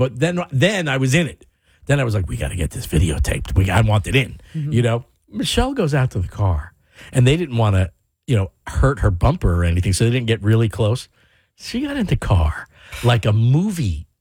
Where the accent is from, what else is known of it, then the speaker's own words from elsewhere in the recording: Staten Island, New York, United States; Because I grew up in Staten Island.